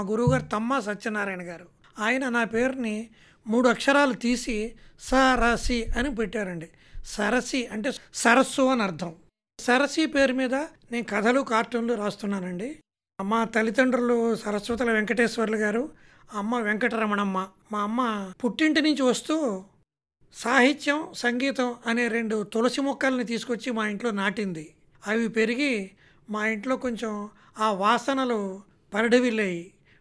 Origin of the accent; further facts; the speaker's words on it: Bodapadu Agraharam, Andhra Pradesh, India; మాది స్వస్థలం తాడేపల్లిగూడెం సమీపంలో బోడపాడు అగ్రహారం అండి, పల్లెటూరు పూర్తిగా.